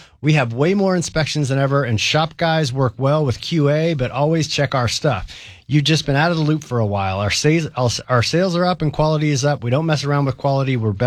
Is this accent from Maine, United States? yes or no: no; Seattle, Washington, United States; I was born and raised in Seattle and had a strong feeling about our aircraft building as I grew up.